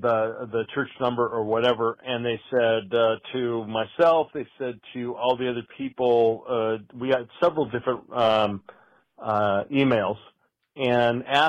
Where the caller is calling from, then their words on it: Las Vegas, Nevada, United States; I'm calling from the Las Vegas area